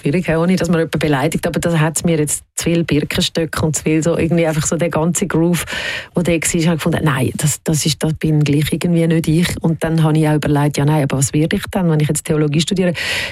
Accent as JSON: {"language": "German", "country": "Switzerland", "tie": "born or raised there", "said": "habe halt immer wirklich sehr stark das spanische Element bei mir daheim. Auf der anderen Seite bin ich hier in der Schweiz aufgewachsen und habe sehr behütete Kindheit gehabt. Ich bin ein Waldkind gewesen. Ich bin neben dem Wald aufgewachsen."}